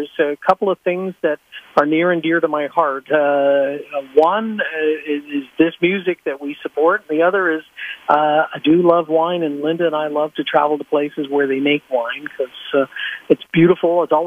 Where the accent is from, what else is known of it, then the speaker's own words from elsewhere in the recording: Nova Scotia, Canada; born there; when I was a kid growing up around the Cabot Trail